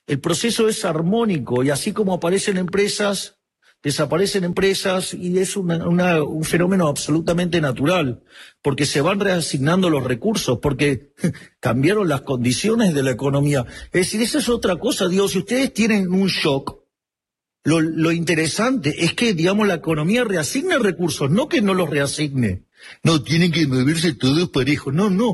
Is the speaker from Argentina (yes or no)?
yes; Argentina; Si como argentinos admiramos tanto a Borges